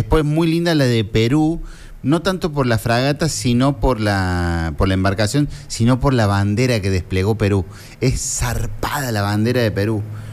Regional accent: Sebastián Elcano, Córdoba, Argentina; born there; moved away; es orgullo de mi pueblo. Yo nací en Sebastián Elcano.

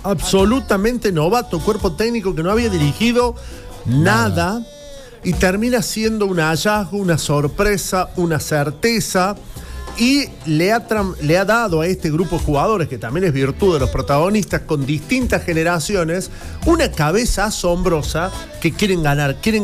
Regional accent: Argentina

